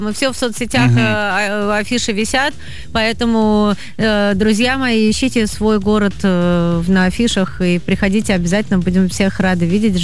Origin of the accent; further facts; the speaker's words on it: Moscow, Russia; А жить в центре мне совершенно не нравится. Я как москвичка хочу уехать из него.